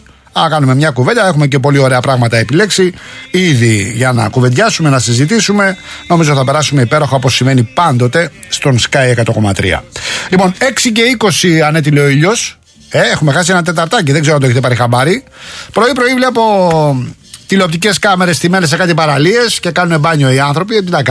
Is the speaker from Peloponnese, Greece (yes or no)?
no; Rafina, Attica, Greece; Έπαιρνα εγώ στην Αθήνα, στη Ραφίνα, στην πατρίδα μου τηλέφωνο τότε, μου λέγανε, σκάσαμε εσείς.